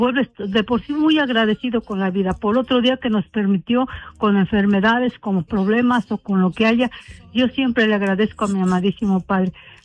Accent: Hidalgo, Mexico; now in United States; Bueno, nosotros somos del estado de Hidalgo.

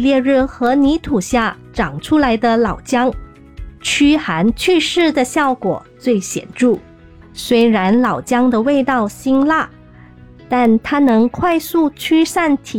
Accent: Malaysia; 我们大马人对斑斓叶太熟悉了，

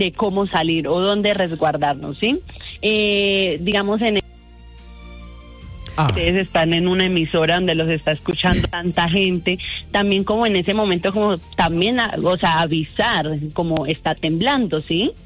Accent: Colombia; Es un momento donde todos como colombianos tenemos que ayudarnos unos con otros.

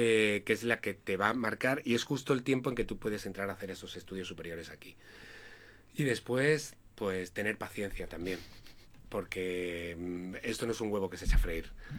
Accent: Seville, Andalusia, Spain; now in Madrid, Spain; Yo soy de origen sevillano, pero llevo aquí en Madrid 31 años, sí. Ya llevo bastante.

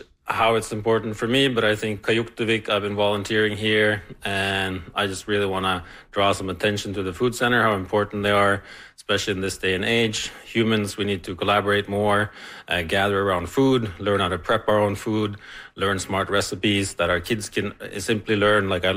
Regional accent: Norway; Yeah, so just like here, Norway is a northern country, an Arctic country, and my hometown is about the same latitude as the Kajuit, so we have the same sun.

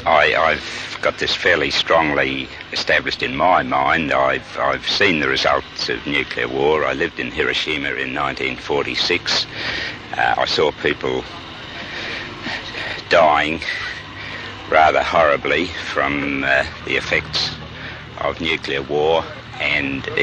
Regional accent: Melbourne, Victoria, Australia; I'm from Melbourne, Moorm

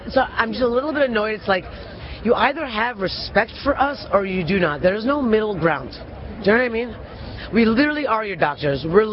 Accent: Michigan, United States; now in Los Angeles, United States; In LA, I'll say this specifically. I grew up in Michigan, but I'll say this.

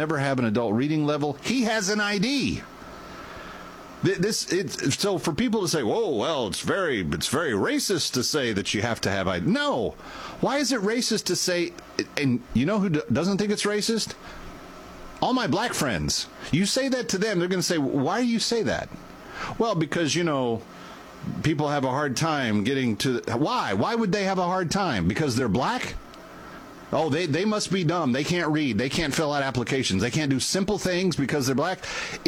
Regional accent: Missouri, United States; born there; I was born in Missouri.

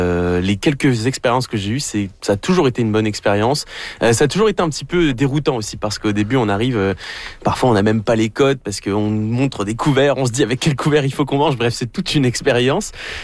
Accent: France; parce que bon, ça s'entend à mon accent, je viens de France.

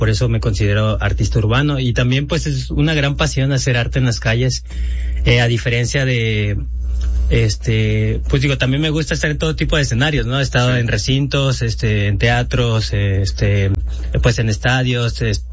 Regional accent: Morelos, Mexico; born there; moved away; also born or lived in Guadalajara; No, yo nací en el estado de Morelos, pero mi formación artística la obtuve en Guadalajara.

